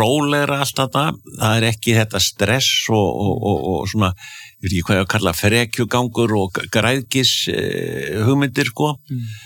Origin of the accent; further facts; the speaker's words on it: Akureyri, Northeastern Region, Iceland; now in Denmark; þegar ég var krakki alast upp á Akureyri.